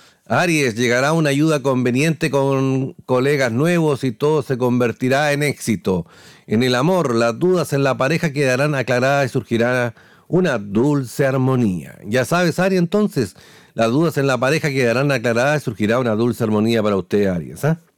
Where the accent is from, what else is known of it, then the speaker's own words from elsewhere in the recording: El Carmen, Ñuble, Chile; Somos del Carmen, capital de la Castaña.